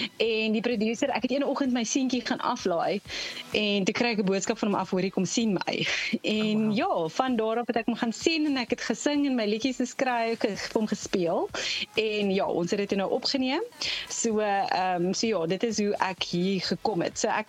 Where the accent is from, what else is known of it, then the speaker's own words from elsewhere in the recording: Pretoria, Gauteng, South Africa; now in Cape Town, South Africa; ek is oorspronklik van Pretoria